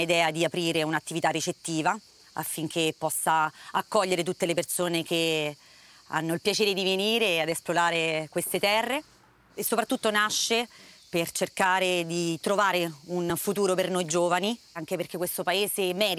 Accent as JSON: {"language": "Italian", "town": "Pennadomo", "region": "Abruzzo", "country": "Italy", "tie": "born or raised there", "also_born_or_lived": "Rome", "said": "E io sono nata a Roma, però sono particolarmente legata a Pennadomo perché ci sono cresciuta."}